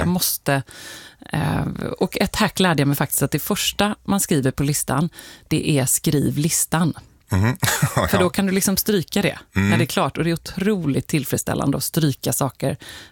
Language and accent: Swedish; Gothenburg, Västra Götaland County, Sweden; Och jag är nog lite göteborgare fortfarande, trots att det är länge sedan jag bodde där.